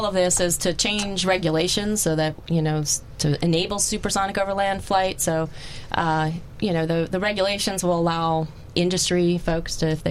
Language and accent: English; Philadelphia, Pennsylvania, United States; Oh, I'm from Philly.